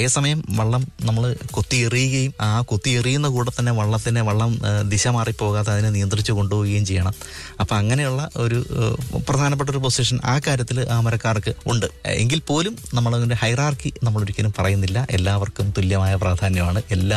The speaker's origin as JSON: {"language": "Malayalam", "town": "Kumarakom", "region": "Kerala", "country": "India"}